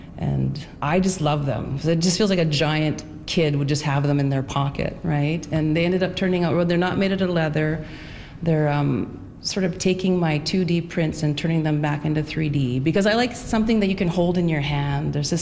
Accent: Coral Harbour, Nunavut, Canada; moved away; up in my hometown, Coral Harbor, Nunavut.

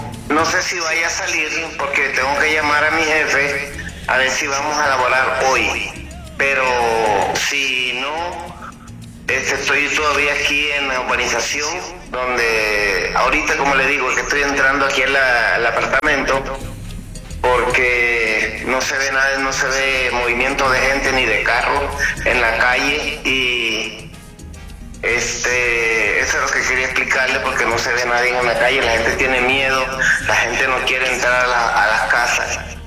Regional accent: Tolú, Sucre, Colombia; No tengo familia en la ciudad de Cartagena, yo soy de Tolú.

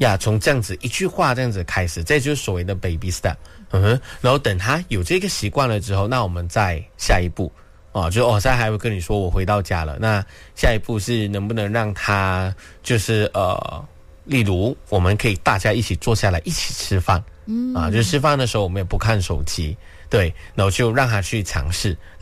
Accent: Pahang, Malaysia; moved away as an adult; now in Kuala Lumpur, Malaysia; 因为我也是彭亨人，所以其实我在吉隆坡做工

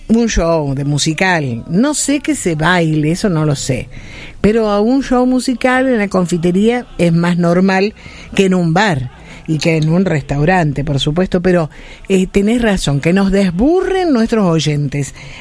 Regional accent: Tucumán, Argentina; Sí, pero yo cuando vine de Tucumán fue mi primer barrio ese, mejor dicho, fue mi segundo barrio.

